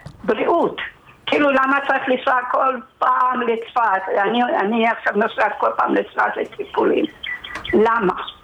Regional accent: Margaliot, Northern District, Israel; also born or lived in Iran; now in Kiryat Shmona, Israel; הגעתי ישר לקריית שמונה בגיל 6. בעצם גרתי קודם כל במושב מרגליות. שם גדלתי וחונכתי. והתגלגלתי גם בקריית שמונה ב-1980

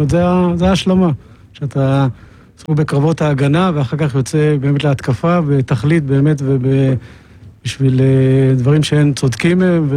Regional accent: Shaarei Tikva, Judea and Samaria, Israel; משערי תקווה.

